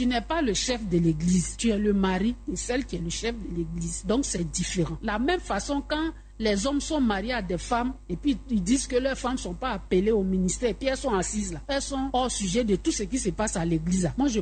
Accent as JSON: {"language": "French", "region": "Abidjan", "country": "Côte d’Ivoire", "said": "Mais chez nous, à Abidjan, ici, non."}